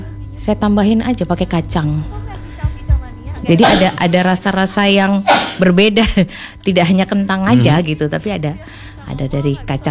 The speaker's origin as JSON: {"language": "Indonesian", "country": "Indonesia", "also_born_or_lived": "Yogyakarta", "moved": "yes", "lives_now": "Malang, Indonesia", "said": "Aslinya Jawa Bali saya Mas."}